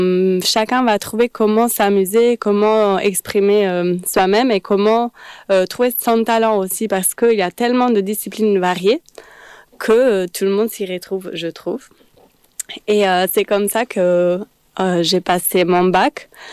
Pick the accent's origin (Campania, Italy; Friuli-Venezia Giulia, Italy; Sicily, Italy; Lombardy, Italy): Lombardy, Italy; Milan; now in Montpellier, France; Oui, alors moi j'ai grandi en Italie. J'ai eu la chance, dans ma ville à Milan, il y avait déjà un petit chapiteau qui avait surgi.